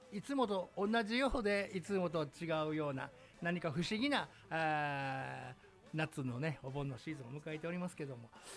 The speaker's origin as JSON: {"language": "Japanese", "region": "Kyoto", "country": "Japan", "tie": "born or raised there", "said": "京都生まれ京都育ちなものでね、大文字の五山の送り火なんていうのをもう子供の時から見てきてね、特にもう実家のその家のね、育ってきた環境ではもうすぐそばにね、左大文字がね"}